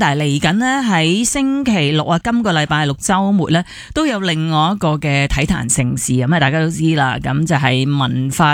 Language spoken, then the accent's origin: Cantonese; Hong Kong; 作为香港人